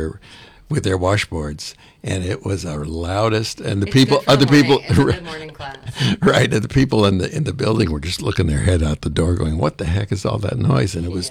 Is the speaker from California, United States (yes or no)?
yes; California, United States; born or raised there